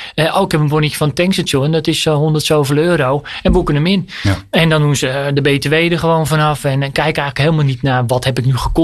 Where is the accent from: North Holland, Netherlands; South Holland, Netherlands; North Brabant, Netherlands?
North Holland, Netherlands